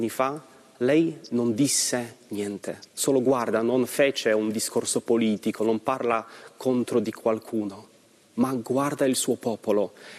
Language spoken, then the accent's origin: Italian; Poland; Italian is a second language; moved away as an adult; now in Italy; in quanto polacco, ho una devozione mariana molto forte. Noi siamo cresciuti guardando grande esempio di Giovanni Paolo II. La mia parrocchia di origine è anche un santuario della Madonna di Fatima.